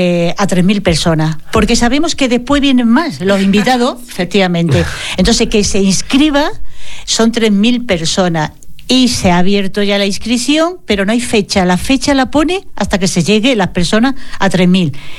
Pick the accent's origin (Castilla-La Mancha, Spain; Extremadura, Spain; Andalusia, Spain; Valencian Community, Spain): Andalusia, Spain; Seville; yo que soy de Sevilla